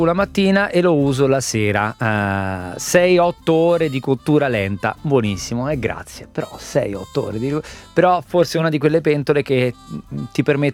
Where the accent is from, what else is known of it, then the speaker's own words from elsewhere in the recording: Rome, Lazio, Italy; io sono romano